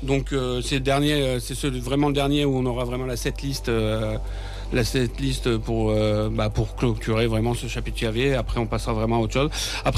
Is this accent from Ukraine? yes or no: no; Arras, Hauts-de-France, France; born there